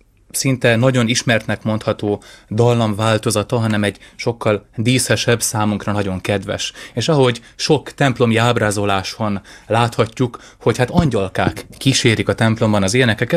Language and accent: Hungarian; Hungary